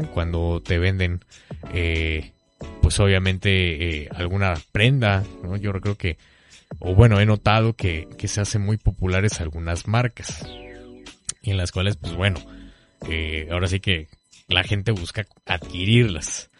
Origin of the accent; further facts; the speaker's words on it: Veracruz, Mexico; los que somos de aquí de Veracruz